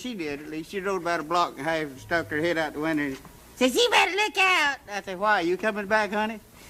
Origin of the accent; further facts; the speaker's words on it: Georgia, United States; moved away; I'm from Georgia. I just went to the third grade in Georgia.